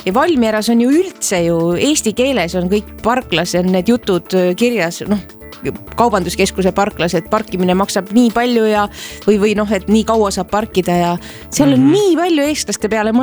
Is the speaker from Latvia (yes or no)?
yes; Latvia; Estonian is a second language; Ma olen lätlane.